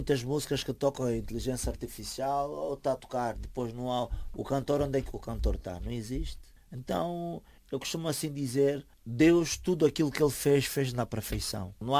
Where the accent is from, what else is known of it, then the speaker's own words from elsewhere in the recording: Angola; moved away; Para mim será bom estar na minha terra natal